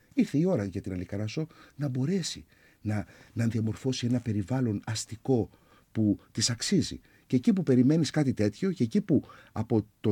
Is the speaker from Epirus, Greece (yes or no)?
no; Heraklion, Crete, Greece; σαν πόλη, σαν Ηρακλειώτες